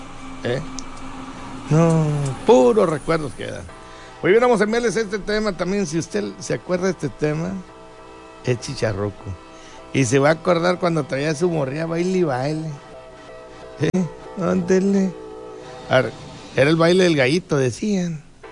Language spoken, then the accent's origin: Spanish; Palau, Coahuila, Mexico; born there; moved away; Me acuerdo de mi pueblo querido en Palau, Coahuila